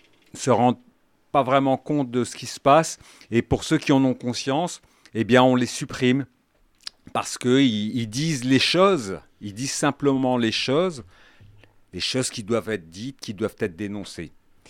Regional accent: Roubaix, Hauts-de-France, France; born there; Je suis né à Roubaix

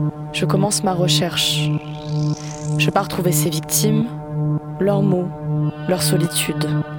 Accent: Marseille, Provence-Alpes-Côte d'Azur, France; moved away; J'ai grandi à Belle-de-Mai, à Marseille.

